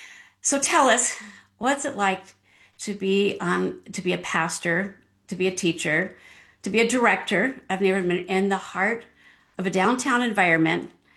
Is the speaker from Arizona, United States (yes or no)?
yes; Phoenix, Arizona, United States; I was born and raised in Phoenix. And so I've seen the downtown area change greatly over the years. It used to be a place nobody went to because it was just run down